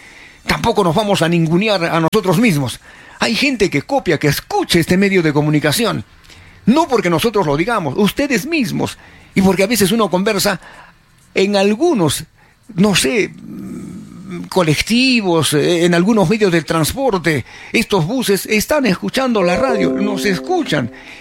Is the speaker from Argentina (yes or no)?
no; Peru; ¿Qué cosa somos los peruanos, por Dios?